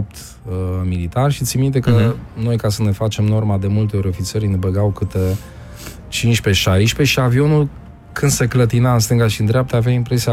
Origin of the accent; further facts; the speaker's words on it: Târnăveni, Mureș County, Romania; Sunt din Târnaveni, 30 de kilometri.